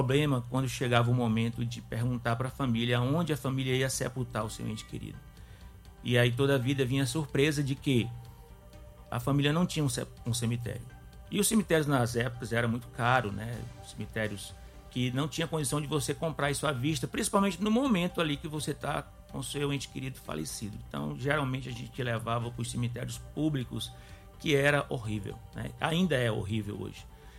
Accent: Fortaleza, Ceará, Brazil; born there; eu sou cearense, né? Nasci em Fortaleza em 1977, tenho muito orgulho de ser cearense. Meu pai é de Jaguaribe, né? Ele nasceu em Jaguaribe, a minha mãe nasceu em Morada Nova, então nós somos do Ceará com força

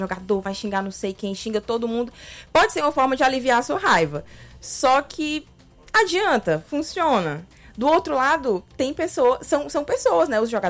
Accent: Brazil; Todos somos brasileiros.

